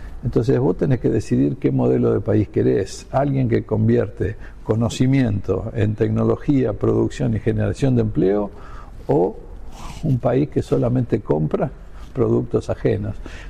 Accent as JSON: {"language": "Spanish", "country": "Argentina", "said": "yo soy totalmente optimista de la Argentina y de los argentinos"}